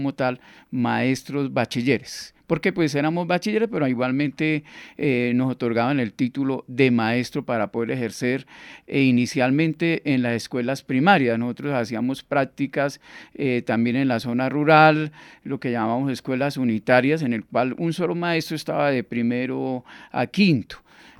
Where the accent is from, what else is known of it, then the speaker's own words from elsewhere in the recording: Nocaima, Cundinamarca, Colombia; Sí, señora, pues de Nocaima